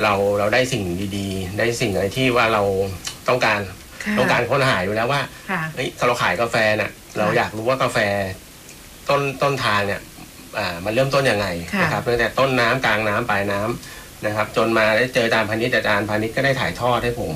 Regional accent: Suphan Buri, Thailand; now in Chumphon, Thailand; ผมไม่ใช่กำเนิดก็คืออยู่ที่สุพรรณบุรี

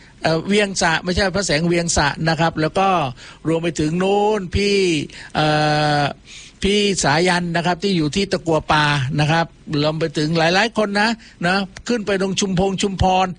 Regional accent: Ko Samui, Surat Thani, Thailand; เพราะผมเป็นคนเกาะสมุย

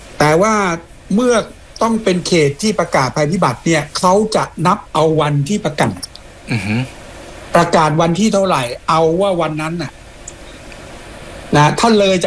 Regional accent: Damnoen Saduak, Ratchaburi, Thailand; ผมเป็นคนชาวสวนเป็นคนดำเนินสะดวก

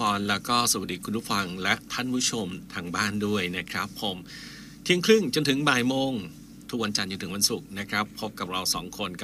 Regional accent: Udon Thani, Thailand; also born or lived in Buriram; now in Chanthaburi, Thailand; จากเราตัวเองเนี่ยอยู่บุรีรัมย์แล้วอยู่อีสานอยู่อุดรบ้านเกิดอุดรเหมือนกับว่าจะได้มาอยู่ที่จันทบุรีสุดท้ายได้มาอยู่จริง

